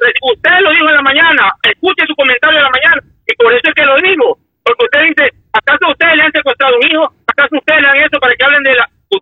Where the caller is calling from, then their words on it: Ecuador; Yo soy ecuatoriano.